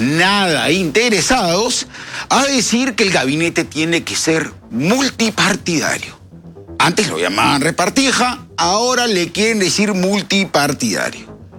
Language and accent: Spanish; Peru; los peruanos no somos enemigos del Estado